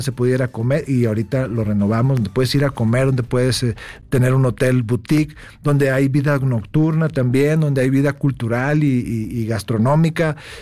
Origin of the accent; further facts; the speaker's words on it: Nuevo León, Mexico; A ver, el soccer, soy tigre. Soy de Nuevo León, por supuesto.